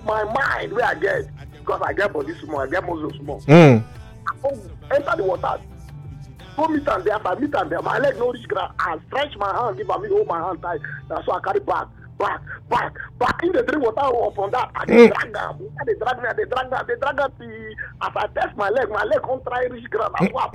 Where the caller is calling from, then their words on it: Port Harcourt, Rivers, Nigeria; from Port Harcourt.